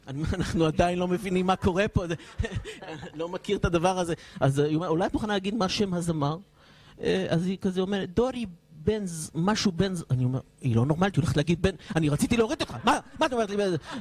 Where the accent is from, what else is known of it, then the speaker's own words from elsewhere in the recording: Haifa, Haifa District, Israel; אני בחור חיפאי אגב, שמגיע מחיפה, אין לי כזה רקע להיות בתרבות או משהו כזה, אני פשוט כזה פרובינציאל.